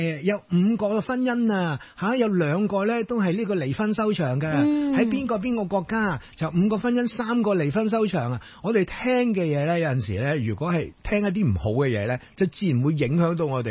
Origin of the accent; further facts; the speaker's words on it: China; 我哋中国人咧都几千年嘅历史啦